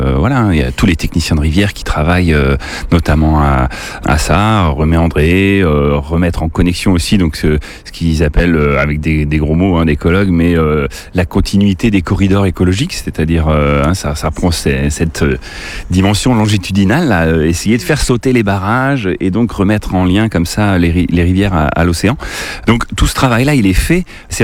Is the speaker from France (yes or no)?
yes; Chédigny, Centre-Val de Loire, France; Alors moi, j'ai grandi donc à Chédigny.